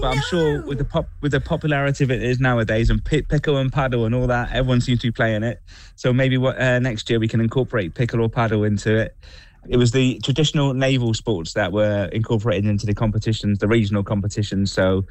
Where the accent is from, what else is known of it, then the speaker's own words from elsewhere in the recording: Plymouth, South West England, United Kingdom; I'm from Plymouth, based in Plymouth, and I've always had allegiance to Plymouth